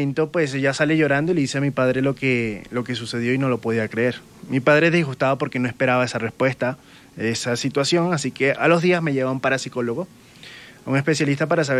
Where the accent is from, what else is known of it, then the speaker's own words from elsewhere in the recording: Venezuela; now in Madrid, Spain; Yo soy venezolano, pero me encuentro viviendo en España, Madrid.